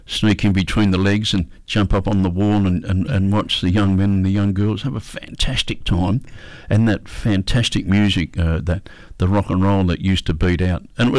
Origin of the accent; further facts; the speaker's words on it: Perth, Western Australia, Australia; also born or lived in Kalgoorlie / Mount Ida; So we moved to a war service place in Innaloo. And I grew up around there. Fantastic area to grow up.